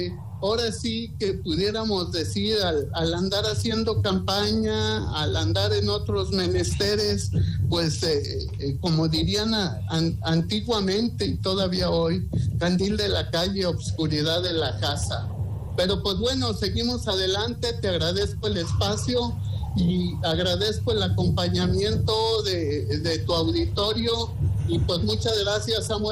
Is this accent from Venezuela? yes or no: no; San Luis Potosí, Mexico; no la vemos los potosinos